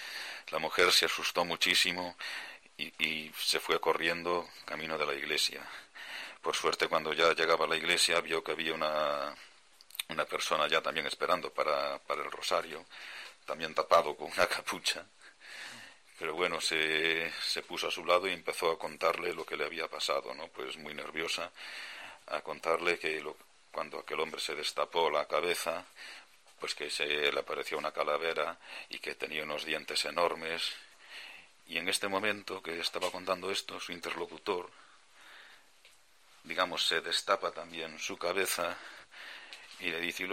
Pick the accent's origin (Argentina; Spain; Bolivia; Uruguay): Spain; Moaña, Galicia; en mi pueblo, en Moaña